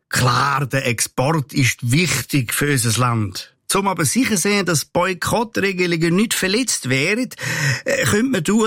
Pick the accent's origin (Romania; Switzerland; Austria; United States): Switzerland; Natürlich, ja, da sind wir Schweizer nämlich weltweit führend.